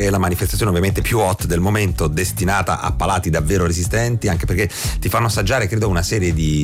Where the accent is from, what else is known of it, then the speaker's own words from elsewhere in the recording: Apulia, Italy; moved away as an adult; now in Rome, Italy; la mia adolescenza, quindi la mia terra, la Puglia